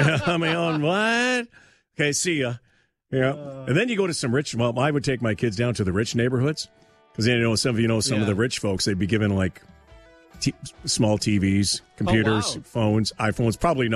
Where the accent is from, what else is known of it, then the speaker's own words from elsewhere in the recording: Winnipeg, Manitoba, Canada; So yeah. I grew up in Winnipeg.